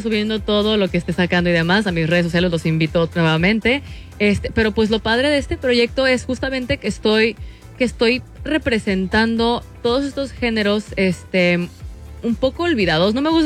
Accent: Mexico; yo como mexicana y amante de lo vintage

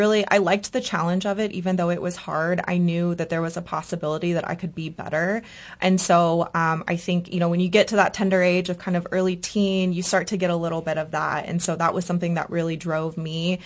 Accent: Kansas City, United States; I started running when I was in middle school growing up in Kansas City.

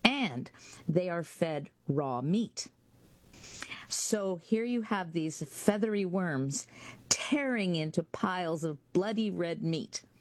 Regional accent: Canada; that's why we are Canadian. Well, British then, but now Canadian.

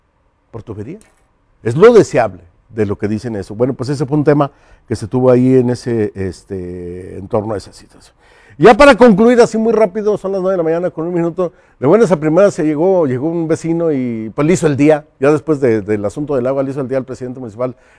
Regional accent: Zacatecas, Mexico; Somos el estado de Zacatecas, el 32 por del abecedario

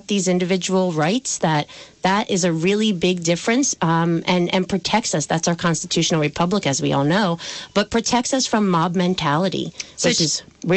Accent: Pennsylvania, United States; I grew up in Pennsylvania near Valley Forge, but my family's from North Georgia, sort of Beverly area

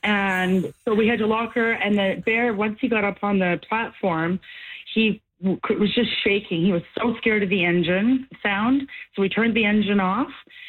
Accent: Vernon, British Columbia, Canada; now in Abbotsford, Canada; And I grew up in Vernon.

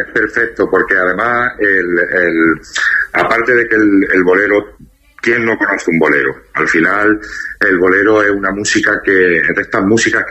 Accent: Jaén, Andalusia, Spain; nosotros somos de Jaén

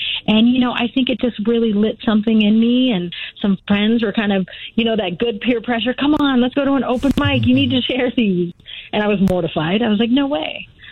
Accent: Las Vegas, Nevada, United States; I was born and raised in Las Vegas. I was raised on the east side of Las Vegas. I went to Las Vegas High School, the whole shebang.

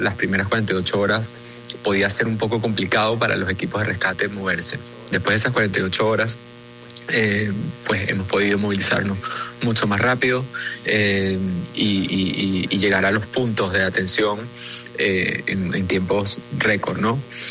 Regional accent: Venezuela; Yo te puedo decir, como un venezolano de 31 años, que nunca, nunca habíamos vivido algo así en Venezuela en los años recientes.

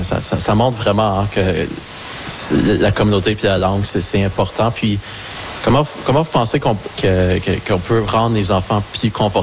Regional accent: Ottawa, Ontario, Canada; moved away; je viens de l'Ontario, je viens d'Ottawa, puis j'étais à une école francophone

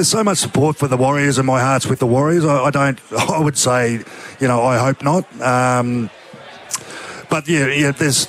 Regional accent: Sarina, Queensland, Australia; I'm from Serena, great Randy Shearer and Martin Bella country.

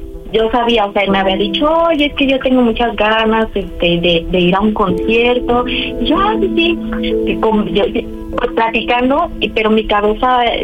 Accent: Cuautla, Morelos, Mexico; Tengo 34 años y soy de Cuautla, Morelos.

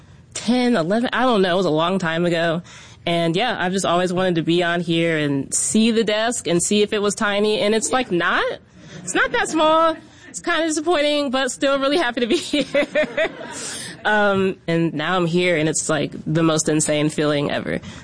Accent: Virginia, United States; So I'm local, like, born and raised in Northern Virginia

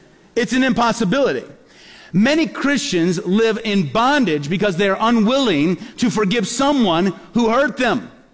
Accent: Peoria, Illinois, United States; born or raised there

